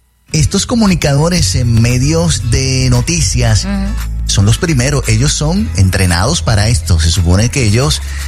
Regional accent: Puerto Rico; tengo un gusto exquisito como buen boricua.

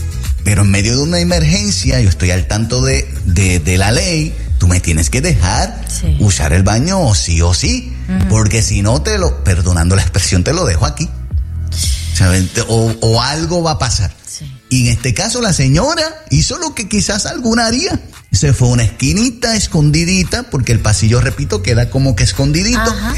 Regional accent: Puerto Rico; moved away; yo soy boricua y viví gran parte de mi vida en Puerto Rico.

